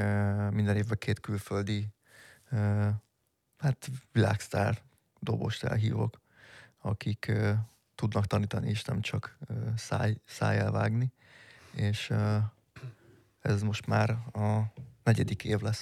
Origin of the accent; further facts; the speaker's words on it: Hungary; így magyarként